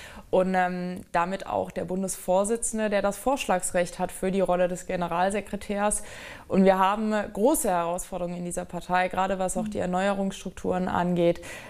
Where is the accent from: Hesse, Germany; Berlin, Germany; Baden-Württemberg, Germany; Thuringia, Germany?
Baden-Württemberg, Germany; Ettlingen; Naja, Ettlingen bleibt absolut meine Heimat. Es ist eine wunderschöne Stadt, die mir sehr, sehr am Herzen liegt